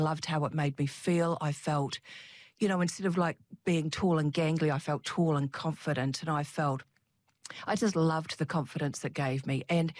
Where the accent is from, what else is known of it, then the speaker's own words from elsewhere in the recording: Christchurch, Canterbury, New Zealand; also born or lived in Sydney; I grew up in Christchurch. I've lived here for all but 7 years of my life. Mm-hmm. I went over to Sydney when I was in my early 20s. After my father died. But yes, grew up in Avonhead and had three sisters.